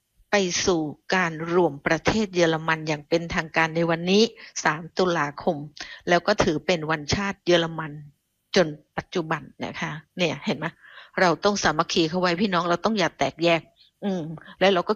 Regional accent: Phuket, Thailand; born there; now in Bangkok, Thailand; เกิดเป็นคนกรุงเทพในเวลานี้แต่จริงอ่ะดิฉันน่ะเกิดจริงดิฉันเกิดถนนดีบุกจังหวัดภูเก็ตเนอะแต่ช่วงนี้ดิฉันอยู่กรุงเทพ

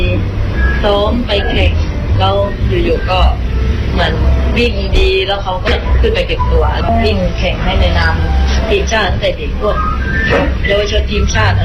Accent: Trang, Thailand; also born or lived in Surat Thani; หนูเกิดที่นี่แต่ไปโตอยู่ที่สุราษฎร์ตอนตั้งแต่อนุบาลจนถึงป.4ค่ะหนูอยู่สุราษฎร์เพราะว่าพ่อแม่ไปทำงานที่โน

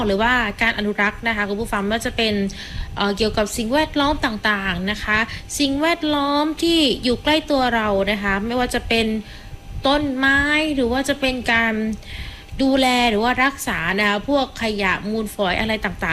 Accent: Surat Thani, Thailand; เราเป็นชาวจังหวัดสุราษฎร์ธานีนะคะ

